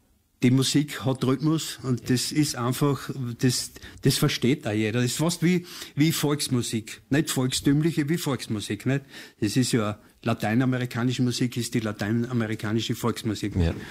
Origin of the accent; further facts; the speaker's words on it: Soboth, Styria, Austria; Habe ich gesagt, nein, ich bin ein Steirer. Und daheim bin ich in der Sobot.